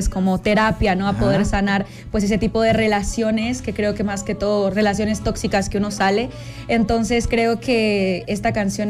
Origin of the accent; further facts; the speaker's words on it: Guatemala; yo soy del oriente de Guatemala.